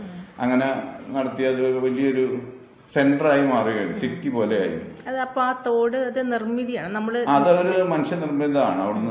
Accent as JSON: {"language": "Malayalam", "town": "Kanjiramattom", "region": "Kerala", "country": "India", "tie": "born or raised there", "said": "ഞാൻ കാഞ്ഞിരമറ്റം സ്വദേശിയാണ്."}